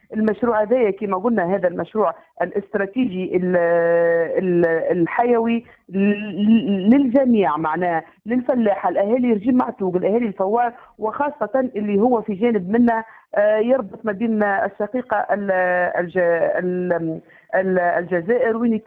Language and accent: Arabic; Kebili Governorate, Tunisia